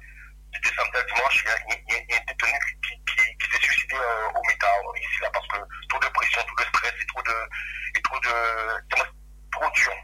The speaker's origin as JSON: {"language": "French", "country": "Guadeloupe", "said": "moi je suis Guadeloupéen et j'ai le mental."}